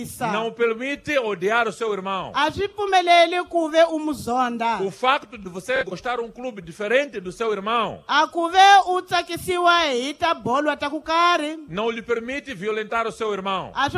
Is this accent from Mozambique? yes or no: yes; Mozambique; Mas se nós, como moçambicanos, não ficarmos atentos, não ficarmos vigilantes, vão aparecer pessoas aqui em Mabalane